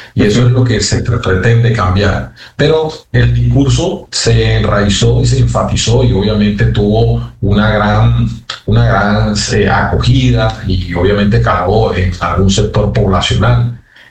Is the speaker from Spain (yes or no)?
no; Colombia; nosotros como colombianos